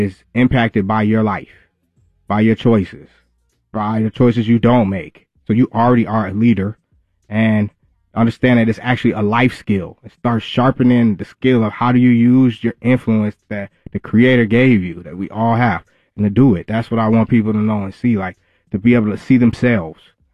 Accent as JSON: {"language": "English", "town": "Minneapolis", "region": "Minnesota", "country": "United States", "tie": "born or raised there", "lives_now": "Atlanta, United States", "said": "I grew up in Minneapolis, Southside, Minneapolis."}